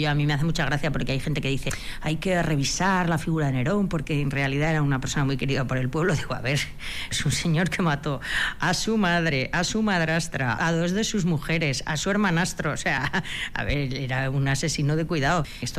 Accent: Peralta, Navarre, Spain; estaba en Peralta, que es mi pueblo, en Navarra

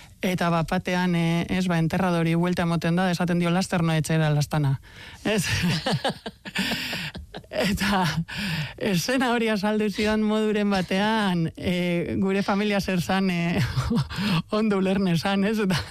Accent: Amorebieta-Etxano, Basque Country, Spain; txikian nintzenean, bueno, nire Zornotza, nire herrian, nire osabak eta Izekok bazeukaten liburu denda bat

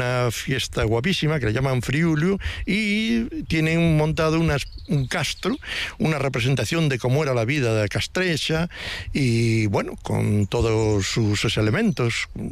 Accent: Friol, Galicia, Spain; Claro, es que somos de Friol y defendemos tierra.

